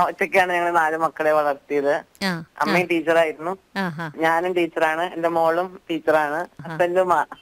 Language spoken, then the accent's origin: Malayalam; Shoranur, Kerala, India; moved away as an adult; also born or lived in Kodungallur; now in Thrissur, India; ഞാൻ ഷൊർണൂരാണ് ജനിച്ചത്. പരുത്തിപ്ര എന്ന് പറഞ്ഞിട്ടൊരു ബന്ധപ്പെട്ട തീരത്തുള്ള ഒരു വീട്ടില്